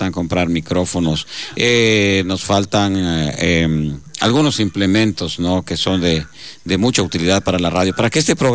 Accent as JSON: {"language": "Spanish", "region": "Loja", "country": "Ecuador", "moved": "yes", "lives_now": "Nueva Loja, Ecuador", "said": "como decimos los lujanos, ¿no?"}